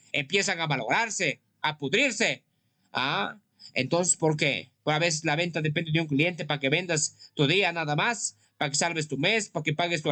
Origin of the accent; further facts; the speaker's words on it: Huancabamba, Piura, Peru; Estoy aquí en mi tierra de Huancabamba